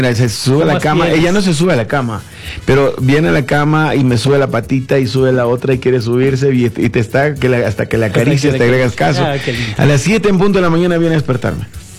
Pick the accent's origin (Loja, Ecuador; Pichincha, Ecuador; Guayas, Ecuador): Pichincha, Ecuador; Quito; Un 24 de junio del 68 en el centro, bueno, en la maternidad, pero viví toda la vida en el centro de Quito, en San Roque. En la calle Imbabura y Rocafuerte, en la esquina de Las Almas